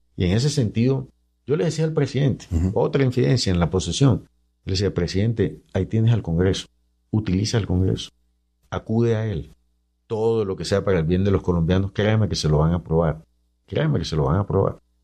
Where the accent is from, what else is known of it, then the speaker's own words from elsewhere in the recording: Santa Marta, Magdalena, Colombia; A ver, yo soy samario